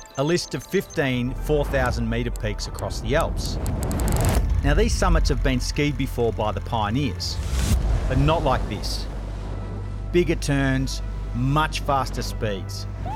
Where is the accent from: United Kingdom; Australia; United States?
Australia; Because I'm from Australia, mate. The driest, most sun-kissed country in the world. And most importantly, the flattest.